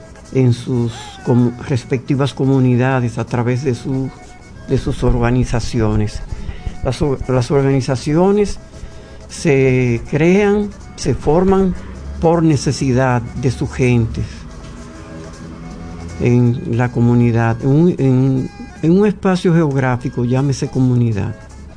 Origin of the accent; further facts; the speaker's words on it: Dominican Republic; como dominicanos que somos, que sabemos lo que decimos y nos entendemos